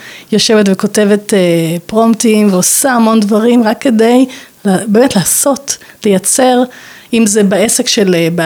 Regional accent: Hadera, Haifa District, Israel; born there; נולדתי בחדרה, משפחה נורמטיבית לחלוטין, מראשוני חדרה, ממש עם היסטוריה יפה כזו

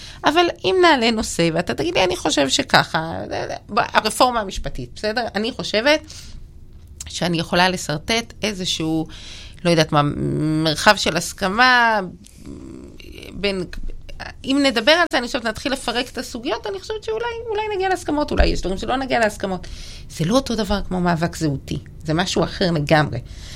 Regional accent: Jerusalem, Jerusalem District, Israel; אני ירושלמית, הגעתי לפה מירושלים

